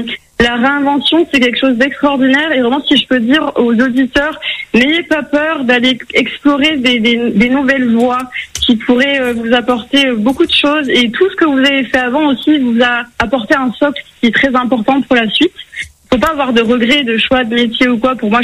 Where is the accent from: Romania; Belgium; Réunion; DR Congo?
Réunion; Saint-Pierre; also born or lived in Toulouse, France; now in Montpellier, France; Non, parce que alors moi je suis née à Toulouse, mais par contre j'ai grandi 20 ans à La Réunion.